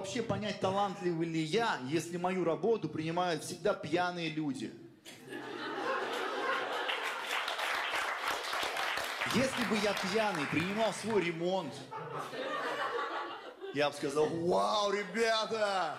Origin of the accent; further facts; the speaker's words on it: Chita, Zabaykalsky Krai, Russia; я из Читы, но не все в Москве знают, что есть такой город.